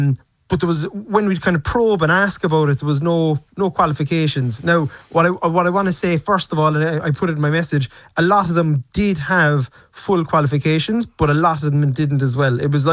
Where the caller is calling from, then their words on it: Ballincollig, Munster, Ireland; we're from Ballincollig